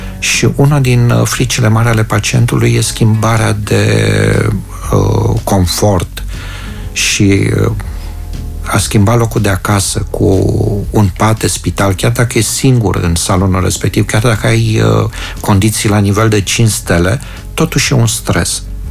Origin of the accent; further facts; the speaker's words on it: Timișoara, Timiș County, Romania